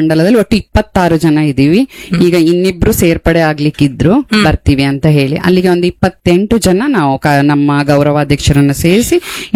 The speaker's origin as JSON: {"language": "Kannada", "town": "Raichur", "region": "Karnataka", "country": "India", "tie": "born or raised there", "also_born_or_lived": "Byndoor", "lives_now": "Kota, India", "said": "ನಾವು ಮೂಲತಃ ಬೈಂದೂರವರು. ಹಾ, ನಾವು ಹುಟ್ಟಿ ಬೆಳೆದಿದ್ದೆಲ್ಲ ರಾಯಚೂರು, ಮದುವೆ ಆಗಿ ಬಂದಿದ್ ವಾಪಸ್ ಬೈಂದೂರ್ಗೆ"}